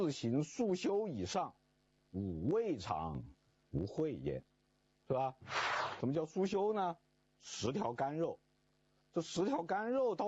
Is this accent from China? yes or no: yes; China; 现在我们中国人打交道嘛，